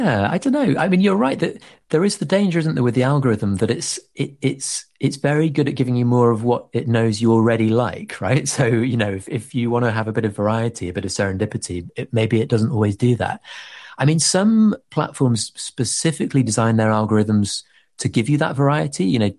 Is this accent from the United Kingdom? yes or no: yes; Leeds, Yorkshire and the Humber, United Kingdom; the taxi driver in Jalisco knows about Leeds United, which is, you know, my hometown where I grew up.